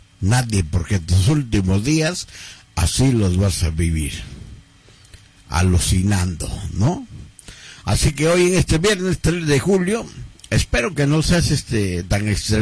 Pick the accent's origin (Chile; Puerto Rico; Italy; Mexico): Mexico; Somos mexicanos, amamos el fútbol